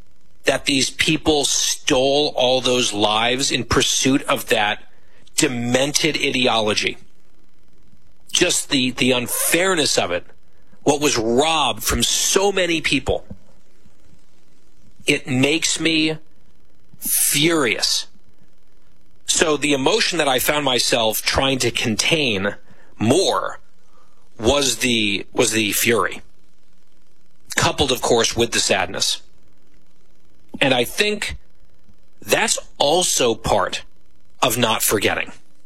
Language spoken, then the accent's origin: English; Ridgewood, New Jersey, United States; I did search my hometown, Ridgewood, New Jersey, Ridgewood lost 11 people on 9/11.